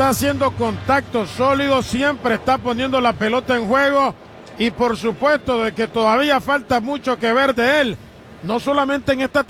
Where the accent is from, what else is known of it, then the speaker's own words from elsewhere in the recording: Nicaragua; moved away; ahí en mi tierra